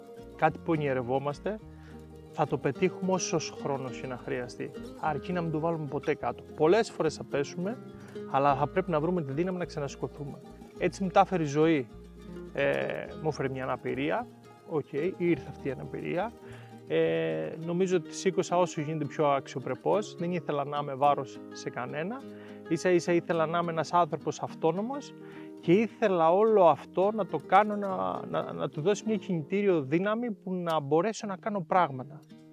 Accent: Galia, Crete, Greece; Και εγώ είμαι χαρούμενος που είστε στο χωριό μου, που σας φιλοξενώ σήμερα σε ένα, νομίζω, πολύ όμορφο χωριό του Δήμου Φεστού

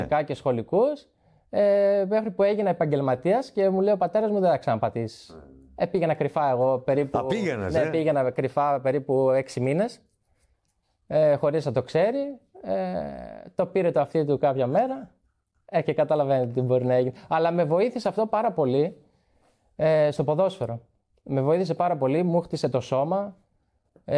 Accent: Trikala, Central Macedonia, Greece; born or raised there; moved away

